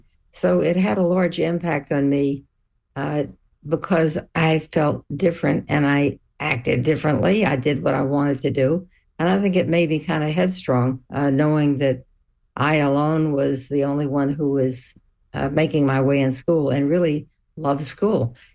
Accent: Houston, Texas, United States; It's a kind of obsession with the fact that I'm still a Texan, even though I haven't lived in Houston in many, many years.

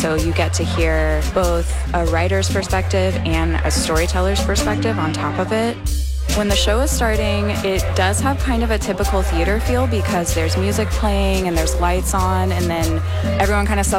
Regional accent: Houston, Texas, United States; from Houston, and you're listening to Houston Matters with ….

